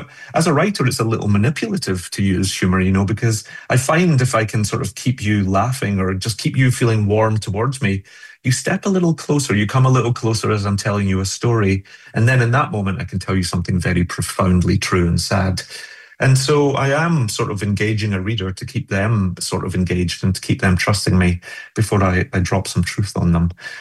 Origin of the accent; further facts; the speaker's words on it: Glasgow, Scotland, United Kingdom; And I always found, certainly growing up in Glasgow, there was a really close juxtaposition between tragedy and comedy.